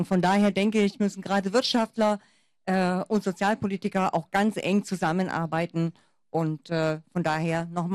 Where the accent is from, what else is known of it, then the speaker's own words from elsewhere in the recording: Dessau, Saxony-Anhalt, Germany; Ich stamme hier aus Dessau